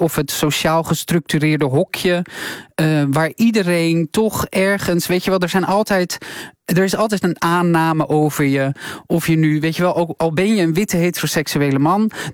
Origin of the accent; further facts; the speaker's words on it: Katwijk, South Holland, Netherlands; ik kom uit Katwijk, een christelijk dorp.